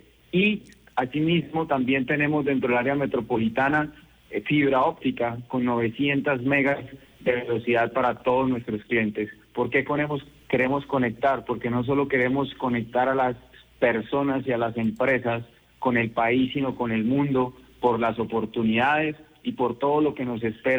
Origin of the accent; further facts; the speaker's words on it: Santander, Colombia; yo porque soy orgulloso santandereano